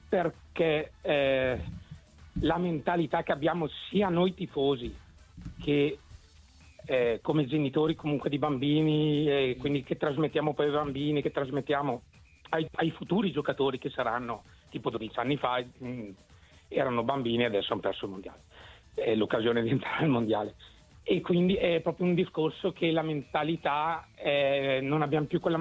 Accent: Bergamo, Lombardy, Italy; Io Inter, anche Inter, se sono di Bergamo, sono

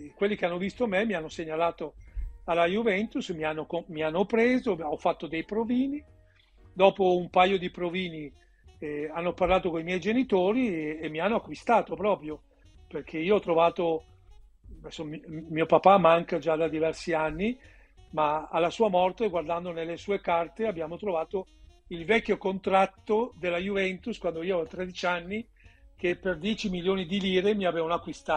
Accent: Veneto, Italy; Io giocavo in una squadretta del mio paese, in Veneto

